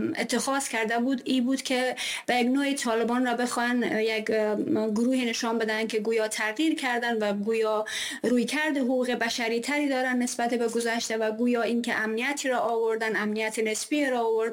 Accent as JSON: {"language": "Persian", "country": "Afghanistan", "said": "ماهایی که اهل افغانستان هستیم"}